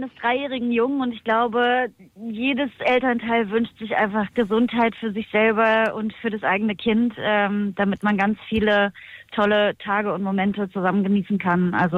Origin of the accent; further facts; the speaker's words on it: Halberstadt, Saxony-Anhalt, Germany; die wichtigste Station war einfach meine Heimatstadt, Halberstadt, für mich da groß zu werden, wo irgendwie große Träume in der Kleinstadt wachsen konnten